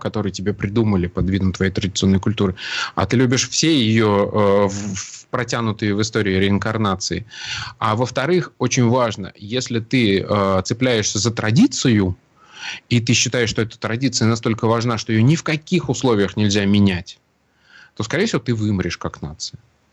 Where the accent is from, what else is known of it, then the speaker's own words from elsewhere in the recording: Samara, Samara Oblast, Russia; now in Moscow, Russia; Я родом из Самары, но уже достаточно давно проживу в Москве